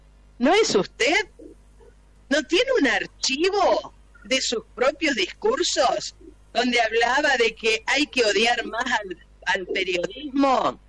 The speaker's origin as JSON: {"language": "Spanish", "country": "Argentina"}